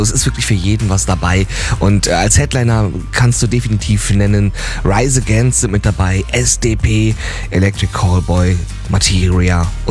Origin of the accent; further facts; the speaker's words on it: Dortmund, North Rhine-Westphalia, Germany; Das ist ganz in der Nähe meiner Heimatstadt Dortmund